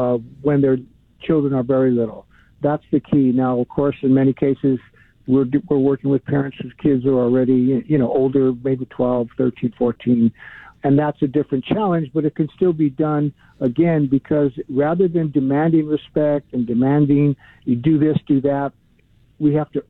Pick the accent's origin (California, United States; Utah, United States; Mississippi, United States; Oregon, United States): California, United States; Los Angeles; And I grew up in Northeast L.A., which is, there's known for violence and gangs and drugs and things like that.